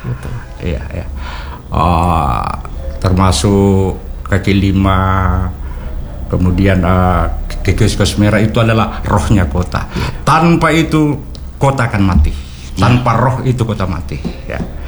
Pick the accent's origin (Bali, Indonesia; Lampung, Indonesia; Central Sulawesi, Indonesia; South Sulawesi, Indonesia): South Sulawesi, Indonesia; now in Ternate, Indonesia